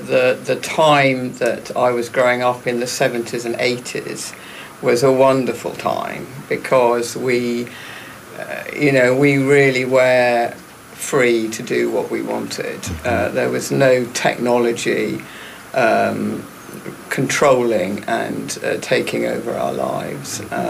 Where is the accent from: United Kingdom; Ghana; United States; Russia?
United Kingdom; London; moved away as an adult; I was born in London and spent the first 30 years of my life there.